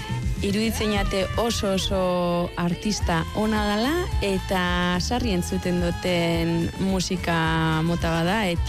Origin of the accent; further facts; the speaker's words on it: Basque Country, Spain; Uste dote lehengo aldiz ertzainak ikusi nabela, nire herri zen bertan, Izorretan